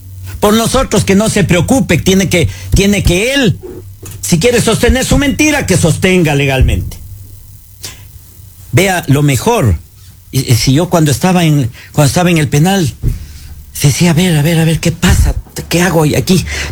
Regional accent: Ecuador

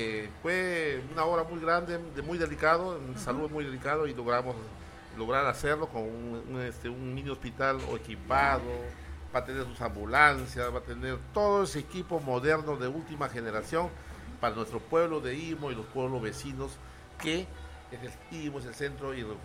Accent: Íllimo, Lambayeque, Peru

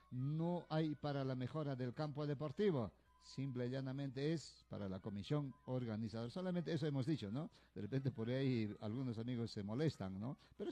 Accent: Rosaspata, Puno, Peru; nuestro distrito de Rosaspata

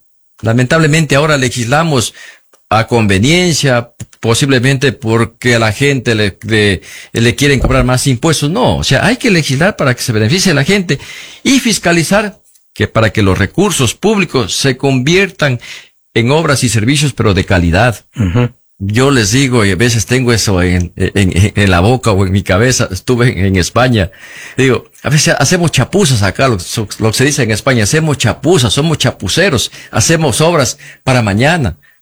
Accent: Los Encuentros, Zamora-Chinchipe, Ecuador; yo soy de Los Encuentros, tengo una propiedad acá

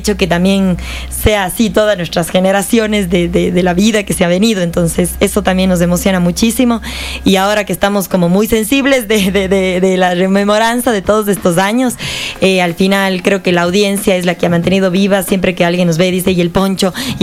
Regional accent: Ecuador

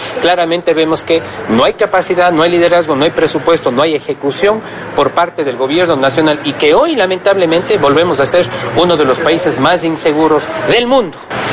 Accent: Ecuador

